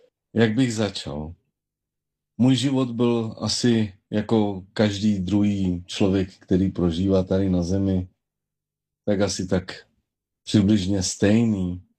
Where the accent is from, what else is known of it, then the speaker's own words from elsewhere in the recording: Cheb, Karlovy Vary Region, Czechia; je mi 52 let, pocházím z Chebu.